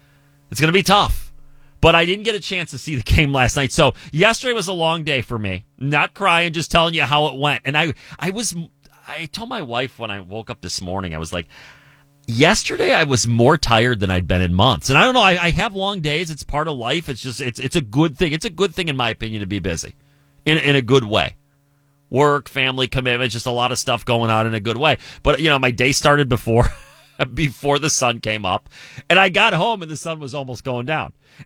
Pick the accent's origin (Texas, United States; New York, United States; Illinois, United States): Illinois, United States; Chicago; moved away as an adult; now in Milwaukee, United States; I grew up in Chicago.